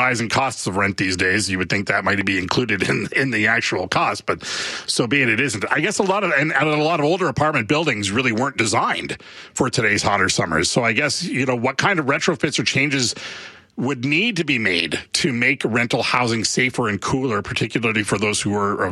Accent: Canada; born there; moved away as an adult; also born or lived in Ontario; now in Alberta, Canada; I grew up in Quebec and Ontario, and I know what that heat is like out there.

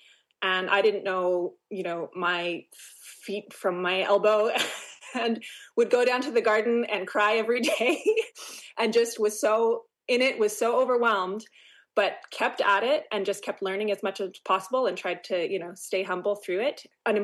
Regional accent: Winnipeg, Manitoba, Canada; moved away as an adult; now in Clearwater, Canada; we're actually both originally from Winnipeg. We grew up in Wolseley and in the North End. So we didn't grow up as farmers

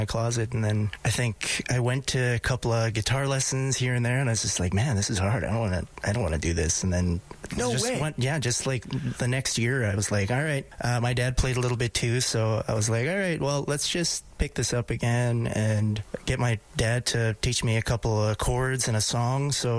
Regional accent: Wabasca, Alberta, Canada; So I grew up in Wabasca. It's about 3 hours north of Edmonton. A little small town, a little bit of municipality, a little bit of reserve.

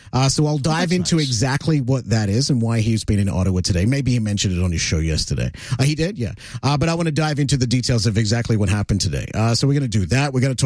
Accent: Australia; moved away; I'd travel to my home country

